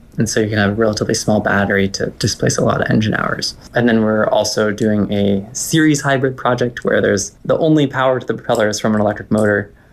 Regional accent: Haines, Alaska, United States; I grew up in Haines, and so fishing is an important industry there and also culturally important for everybody that lives there.

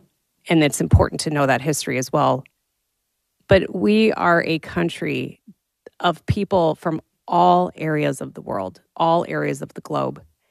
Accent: Milwaukee, Wisconsin, United States; moved away; I grew up in Milwaukee, Wisconsin, if you couldn't tell by my accent.

